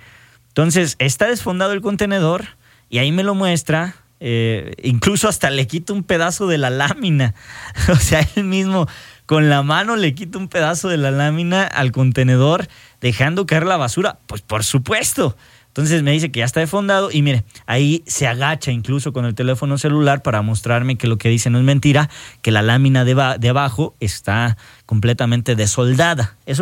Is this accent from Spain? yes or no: no; Mexico